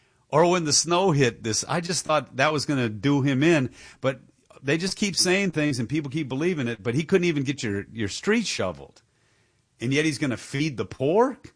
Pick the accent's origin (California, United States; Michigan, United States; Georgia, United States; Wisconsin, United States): Michigan, United States; Dearborn; It's happening in Dearborn, my hometown.